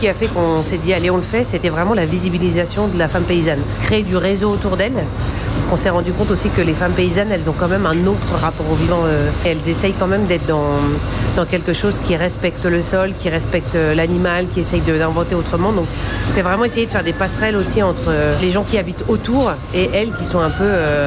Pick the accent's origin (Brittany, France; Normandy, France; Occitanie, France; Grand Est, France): Normandy, France; Le Havre; Moi, je viens du Havre, donc c'est une ville vraiment portuaire, une ville pleine de béton.